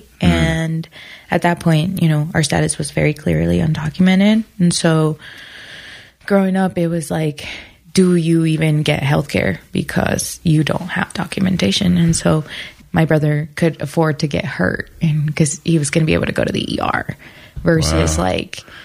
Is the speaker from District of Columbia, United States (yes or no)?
no; Aurora, Colorado, United States; I grew up on Colfax and Moline. So I grew up in Aurora, right? On Colfax. And we lived on Colfax in Jamaica when we first arrived. So we never moved out of like that area, essentially.